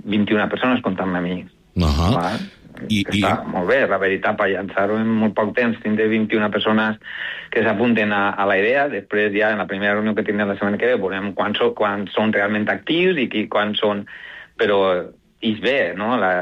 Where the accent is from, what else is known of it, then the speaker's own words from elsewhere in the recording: L'Olleria, Valencian Community, Spain; que jo soc d'Olleria